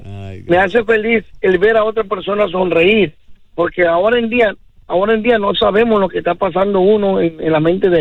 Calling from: Houston, Texas, United States; Llamo desde Houston, Texas.

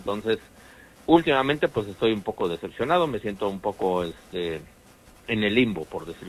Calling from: California, United States; yo vivo en California

